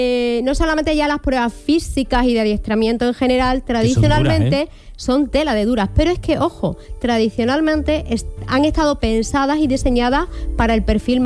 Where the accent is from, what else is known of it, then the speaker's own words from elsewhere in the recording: Magacela, Extremadura, Spain; en mi pueblo, que es muy chico